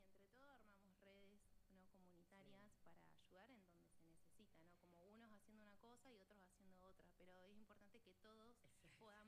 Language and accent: Spanish; Punta Alta, Buenos Aires Province, Argentina; now in Alto Valle, Argentina; soy de Punta Alta